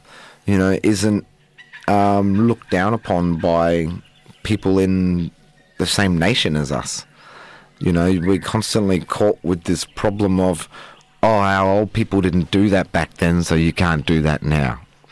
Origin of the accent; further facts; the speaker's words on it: Queensland, Australia; I'm from Wangan and Yagalingu country up in central Queensland. We're about 5 hours drive west of Mackay, and we speak Widi language, which is a main core language in central Queensland, along with the Gungalu and Biri language.